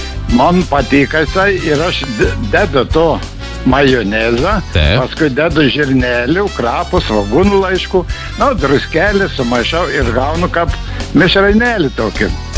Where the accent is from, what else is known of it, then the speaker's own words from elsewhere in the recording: Lithuania; Iš pajūrio esu.